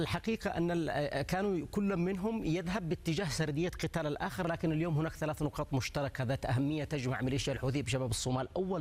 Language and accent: Arabic; Yemen; عندنا في اليمن